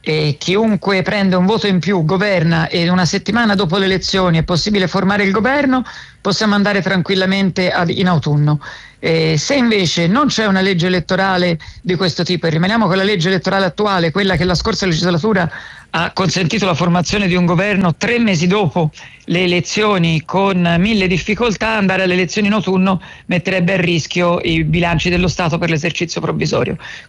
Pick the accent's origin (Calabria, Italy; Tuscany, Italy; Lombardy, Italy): Tuscany, Italy; Sono contento da toscano di aver confermato Arezzo, vinto Viareggio